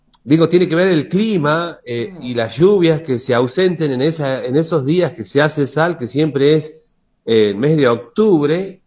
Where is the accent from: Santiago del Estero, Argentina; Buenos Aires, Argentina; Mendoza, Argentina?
Santiago del Estero, Argentina; now in Ojo de Agua, Argentina; yo soy de allá, estoy radicado hace muchos años en Villa Ojo de Agua